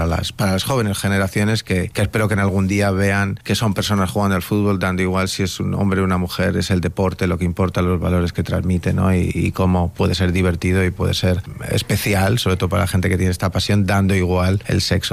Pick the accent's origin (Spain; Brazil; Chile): Spain; yo siempre soy muy español, pero ya estoy un poco también globalizado, pero siempre sí, siempre muy orgulloso de mi país, de mis raíces, de donde soy, y intentando defender y llevar la bandera de España